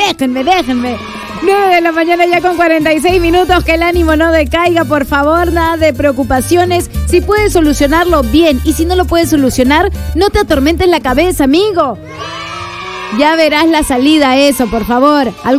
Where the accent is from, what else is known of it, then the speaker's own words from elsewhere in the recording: Peru; Somos los chinos de nuestro querido Perú.